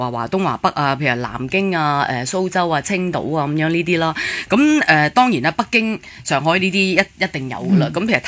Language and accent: Cantonese; Hong Kong; 我哋香港人